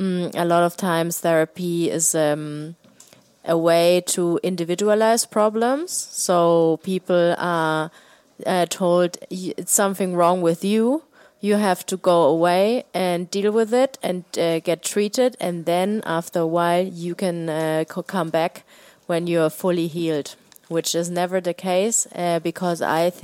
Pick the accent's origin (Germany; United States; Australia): Germany; South Germany; born or raised there